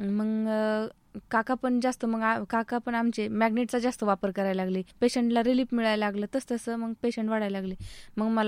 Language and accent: Marathi; Maharashtra, India; moved away as an adult; now in Ahmednagar, India; राहणार बिळद, पाण्याची टाकी. पण आता सध्या मी 4 वर्षापासून नगरला राहायला आले, पाईपलाईन रोड वाणीनगर इथे.